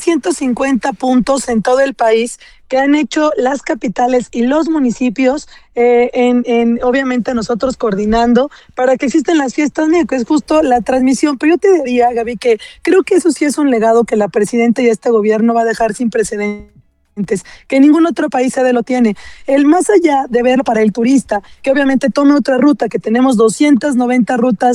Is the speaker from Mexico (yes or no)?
yes; Mexico; lo que somos los mexicanos: historia, raíces, sabor, anfitrionía.